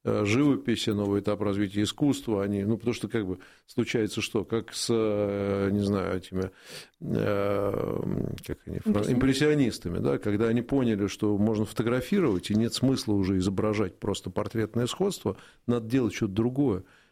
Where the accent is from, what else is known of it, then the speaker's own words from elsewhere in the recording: Moscow, Russia; я как москвич